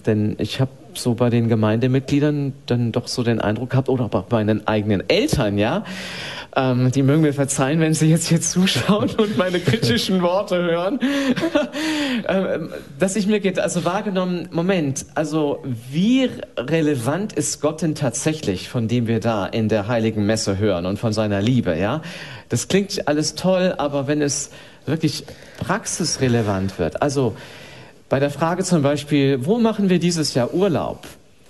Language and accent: German; Bremen, Germany; ich bin in einem katholischen Elternhaus aufgewachsen. Ich bin in Bremen aufgewachsen und zwar, das ist ja bekanntermaßen eher protestantisch beziehungsweise jetzt höchst säkular geprägt heutzutage.